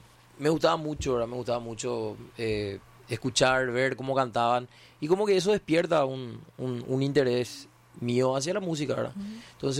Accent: Asunción, Paraguay; moved away as an adult; now in Luque, Paraguay; soy acá del barrio. Crecí acá 4 cuadras de la radio realmente.

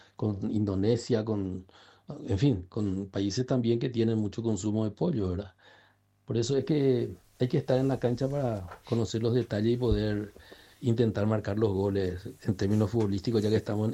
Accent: Paraguay; Yo, como ustedes saben, nosotros somos obreros de Paraguay fuera del país y a disposición total de ustedes y a través de ustedes de la audiencia de nuestro país.

